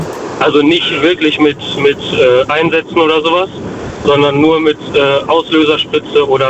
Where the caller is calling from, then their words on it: Dortmund, North Rhine-Westphalia, Germany; Okay, ja gut, dann aus Dortmund.